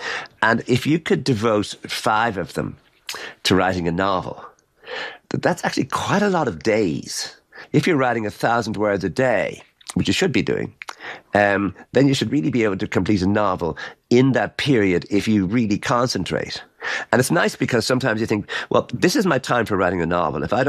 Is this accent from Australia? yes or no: no; Ireland; moved away as an adult; now in United States